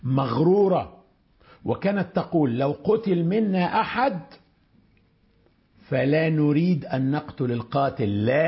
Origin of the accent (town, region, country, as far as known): Upper Egypt, Egypt